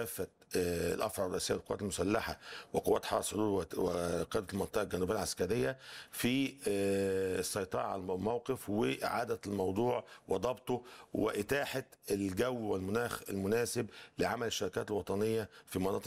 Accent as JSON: {"language": "Arabic", "country": "Egypt", "said": "بلدنا مصر"}